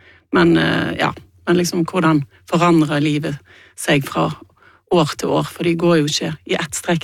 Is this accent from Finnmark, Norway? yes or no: no; Bergen, Vestland, Norway; Ja, altså, jeg kommer jo fra Bergen